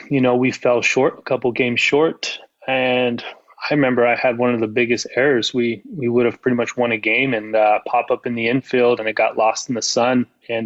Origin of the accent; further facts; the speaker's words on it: California, United States; So, I'm from Southern California, and so it kind of comes full circle where I started and where I ended my career.